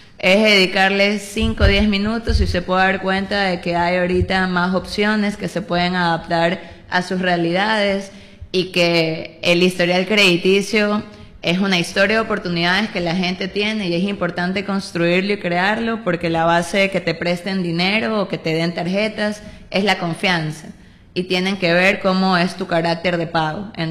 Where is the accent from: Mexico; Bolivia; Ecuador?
Ecuador; Guayaquil, Guayas; Soy de Guayaquil.